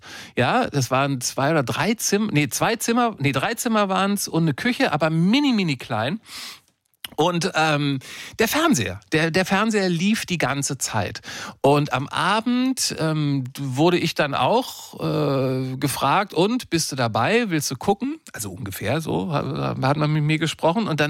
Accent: Lower Saxony, Germany; born there; Ich bin in Niedersachsen geboren worden, Ende der 60er Jahre, meine Eltern hatten kein Geld

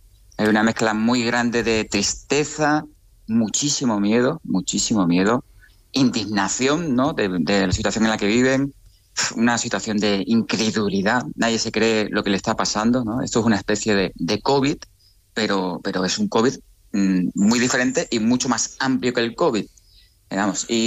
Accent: Extremadura, Spain; now in Ceuta, Spain; Siendo yo una persona de Extremadura, que no soy de Ceuta.

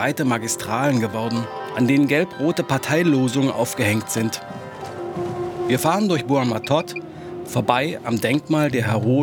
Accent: Halle, Saxony-Anhalt, Germany; gebürtiger Hallenser.

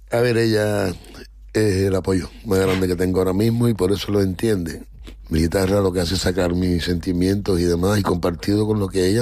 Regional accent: Cuba; moved away as an adult; also born or lived in Havana, Cuba / Varadero, Cuba; now in Madrid, Spain; yo nací en La Habana, pero bueno, por situaciones tuvimos que irnos a un pueblito campesino, donde ya empecé a mirar las inquietudes, porque era un pueblo bastante cultural, a pesar de ser un pequeño pueblo

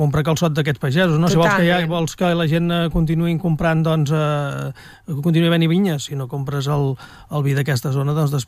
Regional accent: Catalonia, Spain; Som catalans

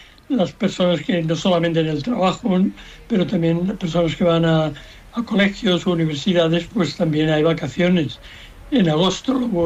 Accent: Seville, Andalusia, Spain; born there; Aquí, yo nací en Sevilla, en fin, con 14 años me suspendieron en todas

